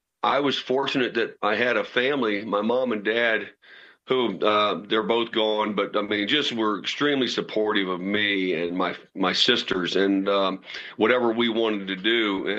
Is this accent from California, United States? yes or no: no; St. Charles, Missouri, United States; born or raised there